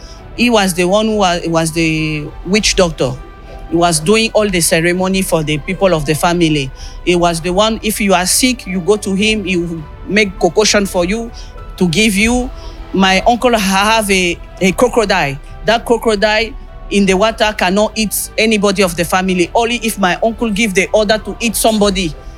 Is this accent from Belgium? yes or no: yes; Belgium; I come from Belgium.